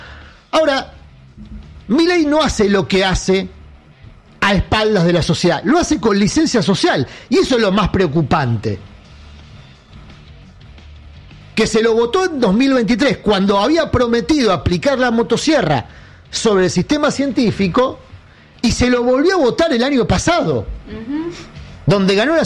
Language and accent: Spanish; Argentina